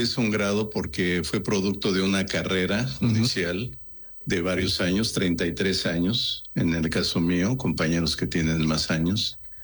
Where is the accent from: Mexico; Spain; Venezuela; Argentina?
Mexico; Somos todos mexicanos